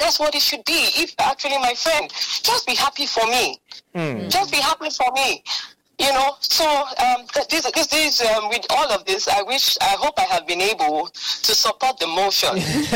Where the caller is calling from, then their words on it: Calabar, Cross River, Nigeria; I am calling from Calabar South